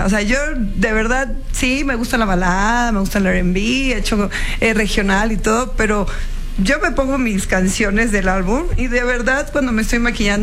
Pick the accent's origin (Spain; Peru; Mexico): Mexico; now in Miami, United States; Pues sí, me fui de México.